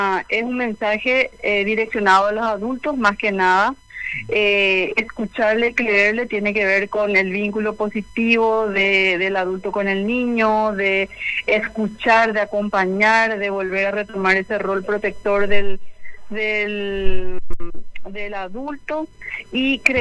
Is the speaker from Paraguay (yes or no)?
yes; Paraguay; Estamos obligados como ciudadanos paraguayos